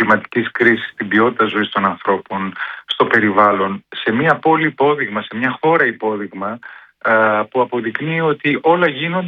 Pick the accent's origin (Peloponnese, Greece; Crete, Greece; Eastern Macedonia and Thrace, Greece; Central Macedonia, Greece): Central Macedonia, Greece; Thessaloniki; δεν αναπνέουν δηλητήριο όπως αναπνέουμε δηλητήριο στην πόλη μου στη Θεσσαλονίκη.